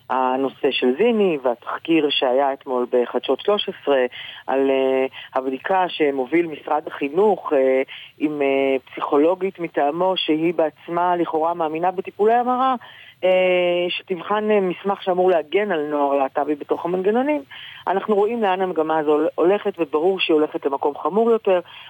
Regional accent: Haifa, Haifa District, Israel; אני נולדתי וגדלתי בחיפה.

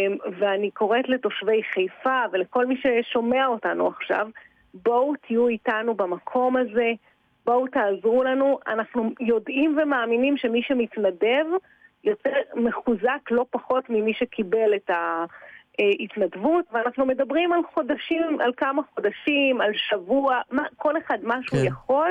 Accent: Northern District, Israel; אני שכנה שלכם, מקיבוץ הזורע.

